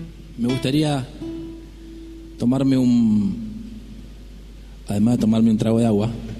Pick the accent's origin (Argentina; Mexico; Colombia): Argentina